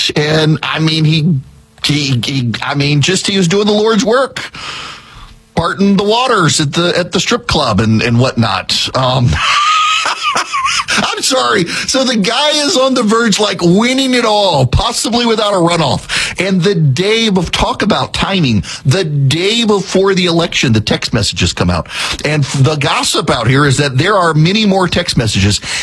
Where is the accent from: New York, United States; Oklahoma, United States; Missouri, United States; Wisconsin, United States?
Oklahoma, United States; I obviously I got a little bit of a bias in my home state